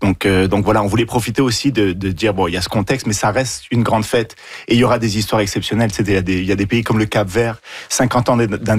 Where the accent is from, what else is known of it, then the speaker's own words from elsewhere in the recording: Niger; born there; Moi, je suis Libanais, né au Niger